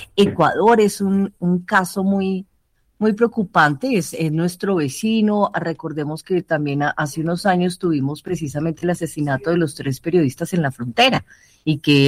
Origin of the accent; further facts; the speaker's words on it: Colombia; nosotros más bien hemos exportado como colombianos, desafortunadamente, muchas formas de violencia, incluidas las formas como amenazamos y con acentos incluidos